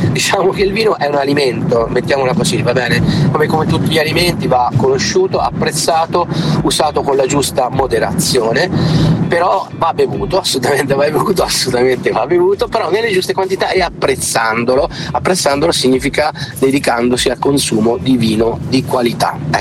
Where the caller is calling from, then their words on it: Perugia, Umbria, Italy; da Perugia, barra Arezzo, perché sono di Perugia ma lavoro Arezzo da 30 anni.